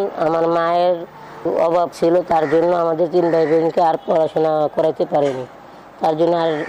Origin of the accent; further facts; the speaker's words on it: Bhaluka, Mymensingh Division, Bangladesh; now in Dhaka, Bangladesh; আমার গ্রামের বাড়ি হয়েছে ময়মনসিং বালুকা থানা পড়ছে।